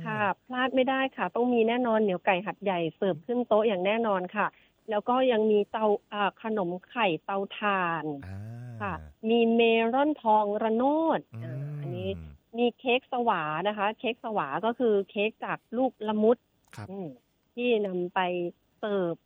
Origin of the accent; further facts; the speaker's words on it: Krasae Sin, Songkhla, Thailand; ดิฉันยิ่งดีใจเข้าไปอีกเพราะว่าดิฉันเป็นเด็กกระแสสินค่ะเป็นคนกระแสสิน